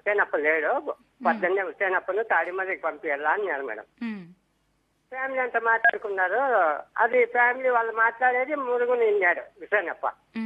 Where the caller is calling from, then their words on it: Anantapur, Andhra Pradesh, India; నేను అనంతపూర్ ఆర్టిస్ట్ నుంచి